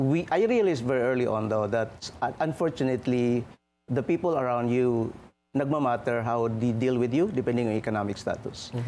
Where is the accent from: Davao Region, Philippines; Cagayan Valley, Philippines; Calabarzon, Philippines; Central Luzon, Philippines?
Davao Region, Philippines; San Isidro; We're from San Isidro, Davao.